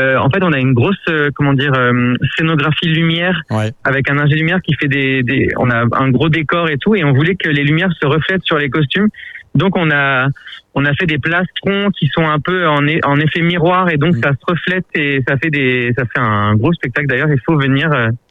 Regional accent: Grenoble, Auvergne-Rhône-Alpes, France; nous, on vient de Grenoble

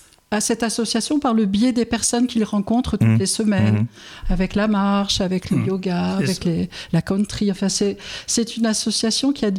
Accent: Normandy, France; moved away as an adult; now in Boulogne-sur-Gesse, France; je suis originaire de la Normandie.

